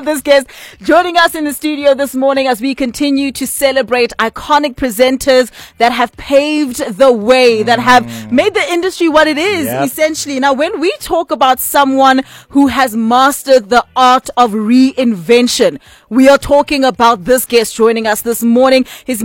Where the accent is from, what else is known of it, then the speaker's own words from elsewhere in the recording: Kimberley, Northern Cape, South Africa; I grew up in Galeshewe.